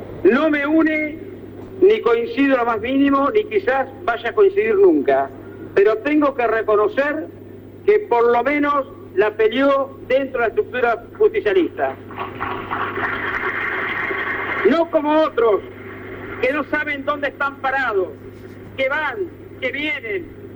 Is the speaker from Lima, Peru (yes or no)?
no; Ayacucho, Peru; estoy con mi gente, estoy con mi pueblo, estoy con lo que siento, estoy en mi Ayacucho que quiero.